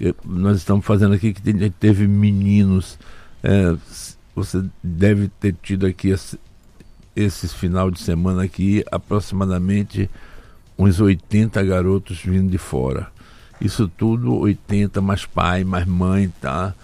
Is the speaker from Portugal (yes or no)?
no; Northeast Region, Brazil; E eu, como sou nordestino também